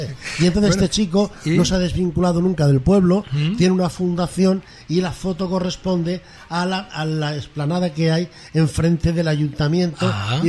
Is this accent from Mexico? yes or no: no; Villanueva de la Serena, Extremadura, Spain; Es que es mi pueblo natal, pero hay un titular que merece la pena.